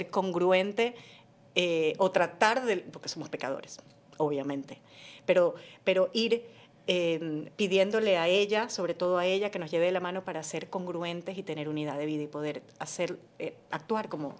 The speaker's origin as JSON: {"language": "Spanish", "country": "Ecuador", "moved": "as an adult", "lives_now": "Miami, United States", "said": "Yo soy ecuatoriana."}